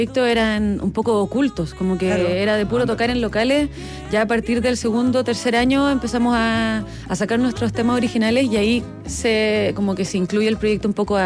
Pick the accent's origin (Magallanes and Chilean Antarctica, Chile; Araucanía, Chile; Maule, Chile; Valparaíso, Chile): Magallanes and Chilean Antarctica, Chile; Punta Arenas; Yo que vengo de Punta Arenas